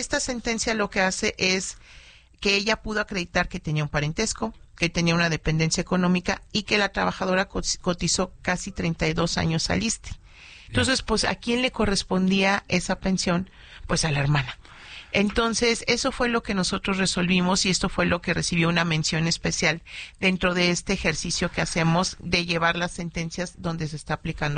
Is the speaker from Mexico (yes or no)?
yes; Mexico City, Mexico; moved away as an adult; now in Nuevo León, Mexico; Yo soy de la Ciudad de México y desde hace 2 años radico y estoy en Nuevo León.